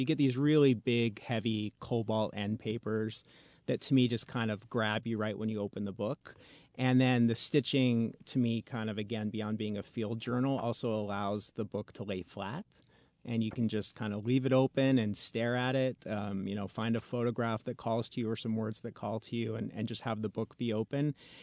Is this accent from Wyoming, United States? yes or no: yes; Wyoming, United States; also born or lived in Utah / Arizona; I grew up in Wyoming, Utah, Arizona, you know, big open spaces